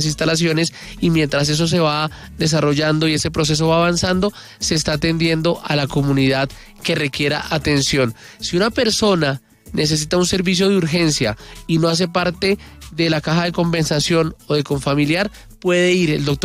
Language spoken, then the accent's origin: Spanish; Colombia; porque todos somos colombianos y todos sentimos ese dolor